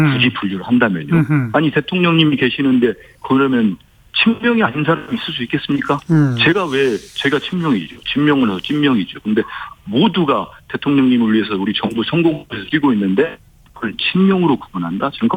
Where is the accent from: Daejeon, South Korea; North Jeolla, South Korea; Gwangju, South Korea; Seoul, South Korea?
North Jeolla, South Korea; moved away; 제가 지금도 제 고향 전라북도에 내려왔거든요